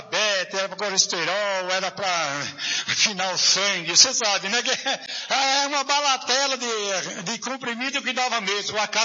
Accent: Jundiaí, São Paulo, Brazil; Eu sou lá da cidade de Jundiaí.

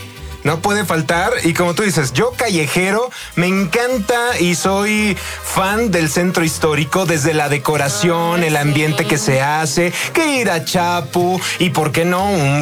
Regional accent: Guadalajara, Jalisco, Mexico; porque pues los tapatíos así somos.

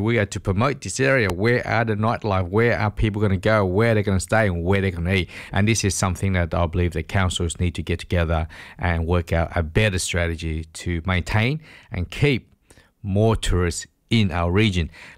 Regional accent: Australia; we are all Australian

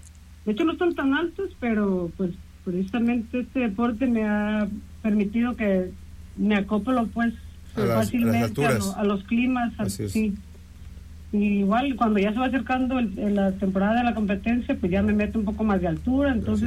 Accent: Naranjal, Mexico; yo soy del Naranjal. Uh-huh. Soy una persona de campo

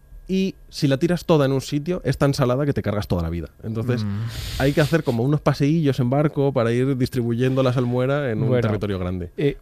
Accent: Madrid, Community of Madrid, Spain

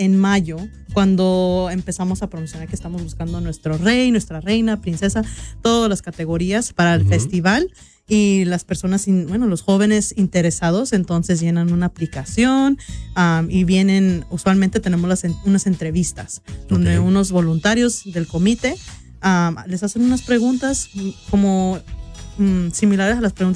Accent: Fremont, Nebraska, United States; Yo soy de Fremont, Nebraska. Ahí nací, ahí estoy

